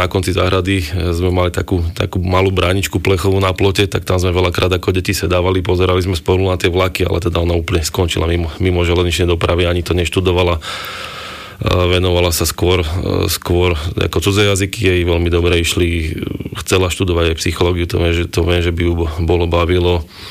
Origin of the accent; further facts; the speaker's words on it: Trenčín, Trenčín Region, Slovakia; Ako dieťa som bol v podstate stále v okne. To boli v podstate koniec 80. rokov, začiatok 90. rokov